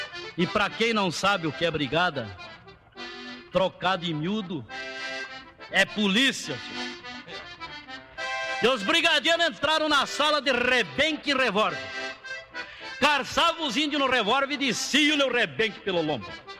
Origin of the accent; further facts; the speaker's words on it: Encruzilhada do Sul, Rio Grande do Sul, Brazil; E como eu sou gaúcho muito patriota, sou lá de Encruzilhada do Sul